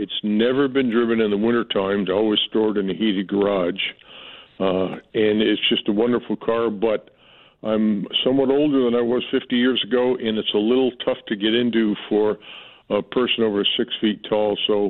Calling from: Southwest Harbor, Maine, United States; I'm calling you from Southwest Harbor

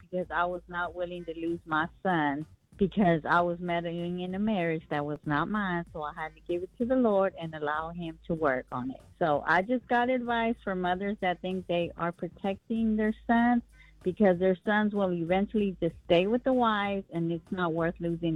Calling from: Texas, United States; I'm calling from Texas.

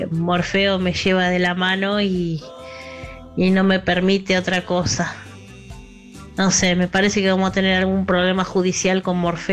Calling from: Buenos Aires, Argentina; de Caballito

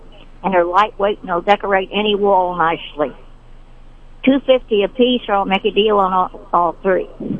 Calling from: Sedalia, Missouri, United States; I'm calling from Sedalia.

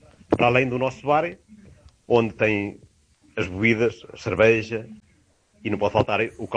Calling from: Águeda, Centro, Portugal

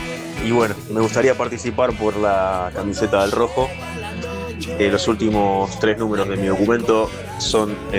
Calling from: Morón, Buenos Aires Province, Argentina

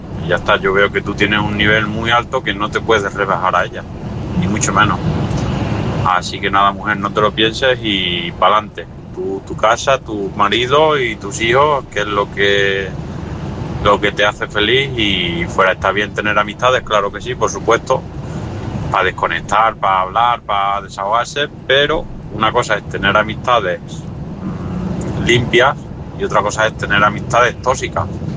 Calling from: Ciudad Real, Castilla-La Mancha, Spain; de Ciudad Real.

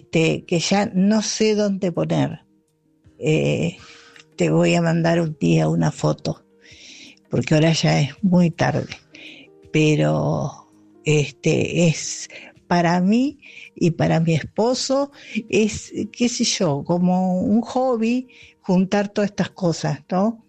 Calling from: Longchamps, Buenos Aires Province, Argentina; de Longchamps.

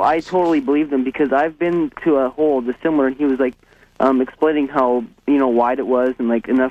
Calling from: Seattle, Washington, United States; from Seattle.

